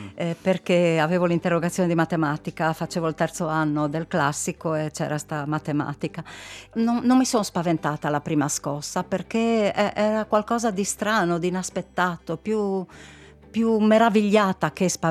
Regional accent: Friuli-Venezia Giulia, Italy; born there; Noi eravamo lì abituati al nostro paesino, si andava sia a scuola a Udine

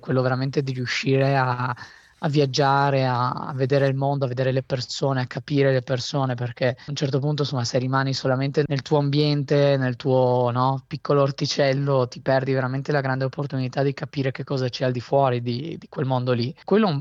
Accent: Trieste, Friuli-Venezia Giulia, Italy; moved away as an adult; now in United States; Sono nato e cresciuto a Trieste, però ho viaggiato tantissimo

